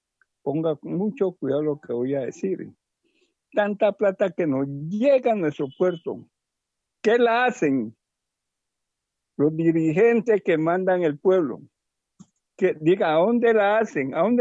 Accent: Buenaventura, Valle del Cauca, Colombia; Yo he nacido y criado aquí en Buenaventura, hombre.

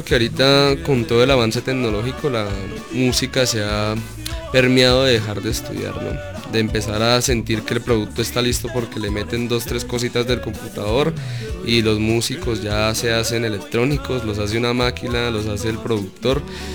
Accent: Bogotá, Colombia; born there; Yo soy nacido en Bogotá y principalmente en Cundinamarca

